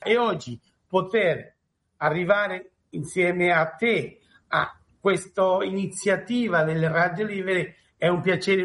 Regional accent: Marche, Italy; now in abroad; Come Marchigiano del Mondo prendo parte a questo movimento da tanti anni

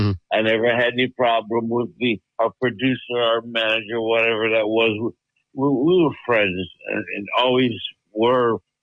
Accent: Tampa, Florida, United States; also born or lived in New York City; No. I grew up in Tampa, Florida. Born in New York City. But I'm here since I'm two.

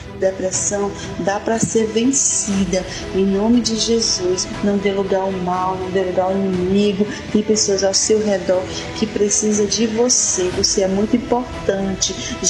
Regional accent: Fortaleza, Ceará, Brazil; sou aqui de Fortaleza, Ceará.

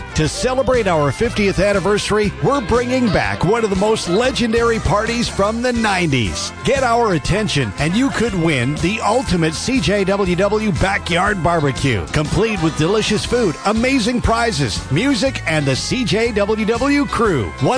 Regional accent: Manitoba, Canada; moved away; When I was a kid growing up in Manitoba

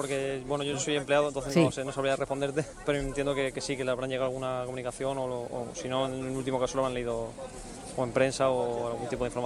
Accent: Alicante, Valencian Community, Spain; Bueno, aguantando, como somos alicantinos de aquí, estamos acostumbrados al calor, así que somos fuertes.

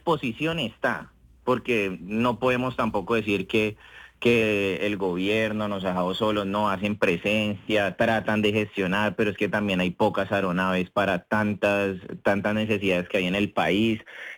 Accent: Colombia; now in Ibagué, Colombia; aquí estamos en Colombia unida, somos colombianos

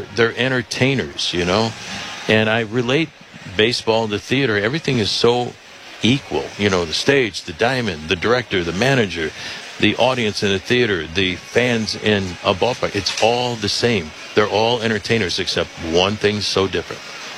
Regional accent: Chicago, Illinois, United States; growing up in Chicago.

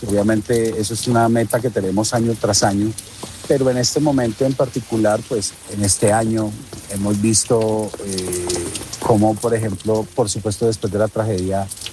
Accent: Pereira, Risaralda, Colombia; nosotros como, como colombianos, como pereiranos y pues como todas las personas que estamos en este momento damnificados por esta tragedia

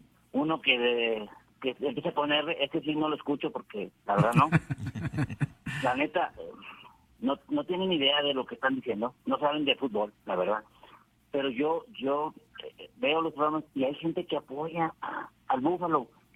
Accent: Monterrey, Nuevo León, Mexico; Yo soy de Monterrey, yo fui a muchos partidos de los Tigres

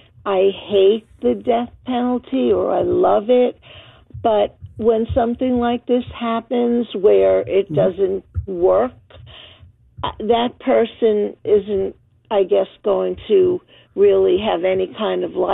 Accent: New York, United States; now in Florida, United States; I'm originally from New York, so it's very different here.

